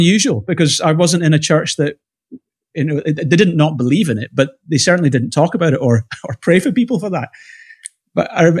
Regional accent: Glasgow, Scotland, United Kingdom; born or raised there

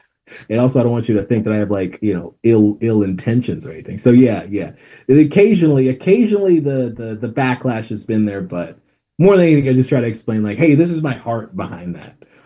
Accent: Tanzania; and I'm from Tanzania, East Africa

